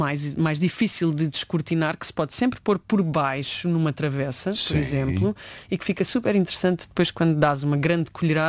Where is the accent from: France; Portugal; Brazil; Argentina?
Portugal; Alentejo; Eu sou alentejana, nota-se.